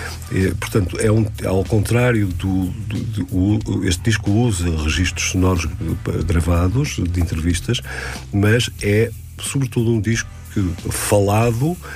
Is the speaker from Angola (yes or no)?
yes; Angola; born there; Eu nasci em Angola